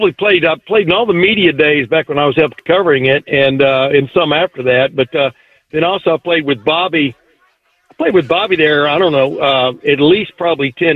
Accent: Alabama, United States; now in Central Ohio, United States; when I was growing up in Alabama

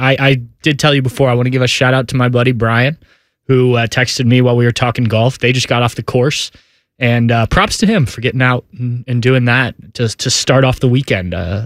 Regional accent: Upper Arlington, Ohio, United States; born there; also born or lived in St. Louis, Missouri; And Upper Arlington, where I grew up after we moved from St. Louis

